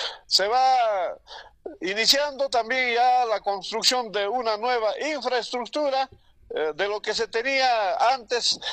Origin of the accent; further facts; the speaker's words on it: Velille, Cusco, Peru; born there; para mi pueblo de Belille